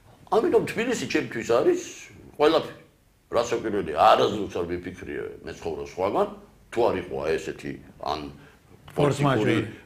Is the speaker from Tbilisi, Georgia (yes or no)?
yes; Tbilisi, Georgia; born there; also born or lived in Moscow / London; თბილისი ქალაქია, რომელშიც დავიბადე ჯერისით, რომელშიც ცხოვრობ პრაქტიკულად თითქმის მთელი ცხოვრება, თითქმის ვამბობი, იმიტომ რომ იყო პერიოდები, როცა ვიცხოვრე სხვა ქალაქებში